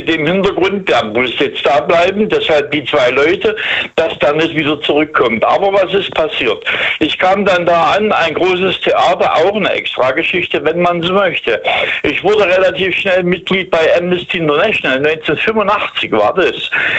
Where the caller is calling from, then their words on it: Langen, Hesse, Germany; Ich bin jetzt hier in Hessen. In Langen heißt es, eine kleine Stadt bei Frankfurt.